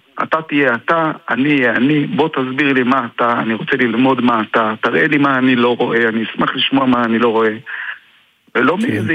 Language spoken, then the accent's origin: Hebrew; Jerusalem, Jerusalem District, Israel; moved away; אני נולדתי בירושלים וגדלתי בירושלים.